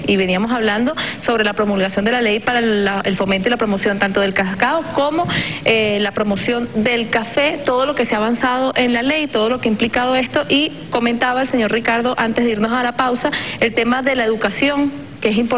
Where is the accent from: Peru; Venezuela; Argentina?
Venezuela; Y además conectar como venezolanos